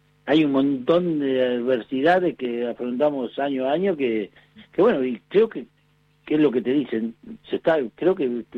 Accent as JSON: {"language": "Spanish", "country": "Argentina", "said": "el argentino somos esto"}